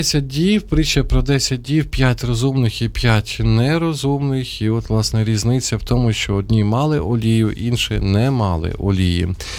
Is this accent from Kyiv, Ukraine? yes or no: no; Sumy, Sumy Oblast, Ukraine; moved away; я, наприклад, повернувся зараз із Сум, знову ж таки, моє рідне місто